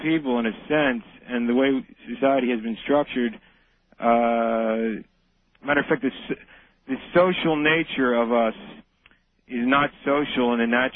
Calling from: King of Prussia, Pennsylvania, United States

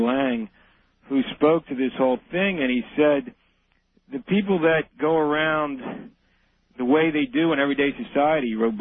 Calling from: King of Prussia, Pennsylvania, United States; And, I'm calling from King of Prussia, Pennsylvania.

